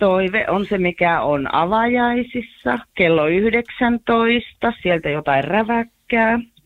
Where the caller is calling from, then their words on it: Kiuruvesi, North Savo, Finland; olen Kiuruvedeltä